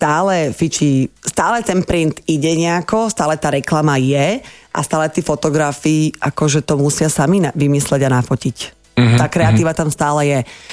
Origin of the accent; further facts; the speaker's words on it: Bratislava, Bratislava Region, Slovakia; Nežijem v Petržalke, ale som z Petržalky, hej.